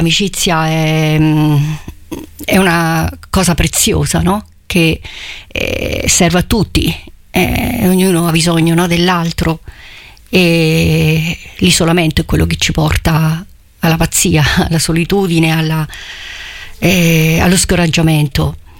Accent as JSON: {"language": "Italian", "town": "Recanati", "region": "Marche", "country": "Italy", "said": "io sono di Recanati"}